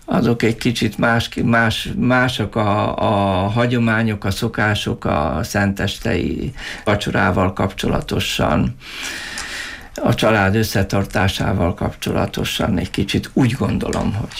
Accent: Vojvodina, Serbia; Én ugye 52-ben születtem, még a múlt században, vagy ezredben, és abban az időben gyermekkoromra emlékezve elég szerényes viszonyok között éltünk

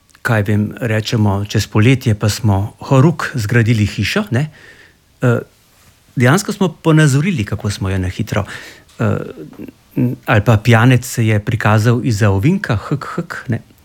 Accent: Ljubljana, Central Slovenia, Slovenia; Jaz sem, rojen sem v Tacnu, oziroma mladost se preživljal v Tacnu, pod Šmarno goro in tam je zraven teče reka Sava.

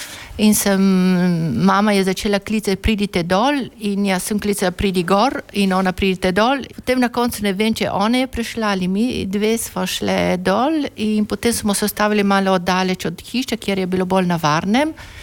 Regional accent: Resia, Friuli-Venezia Giulia, Italy; 11 let sem bila stara takrat, torej jaz sem iz Solbice

